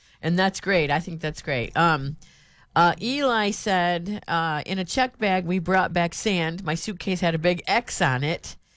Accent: Flint, Michigan, United States; also born or lived in Florida; I'm from Flint

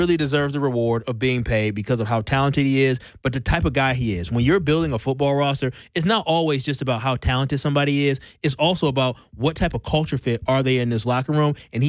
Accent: Milwaukee, Wisconsin, United States; Remember, I'm from Milwaukee. You got lead in the water, so I'm a lead baby.

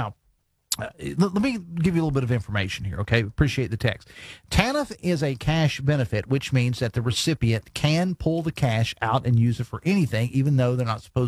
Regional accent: Logan, West Virginia, United States; my hometown

